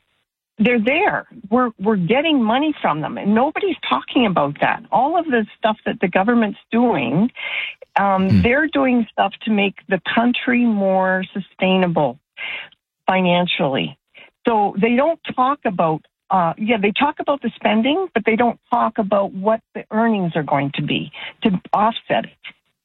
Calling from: Calgary, Alberta, Canada; I'm from Calgary

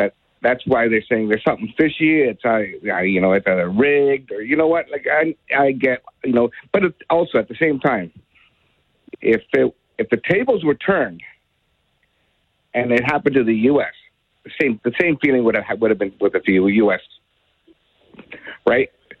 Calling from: Vancouver, British Columbia, Canada; I'm calling from Vancouver, the other host city here.

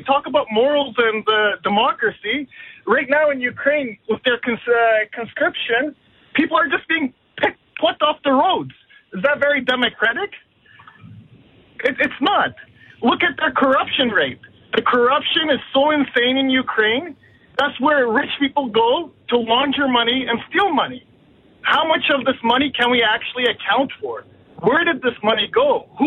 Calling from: Alberta, Canada; I'm from Alberta.

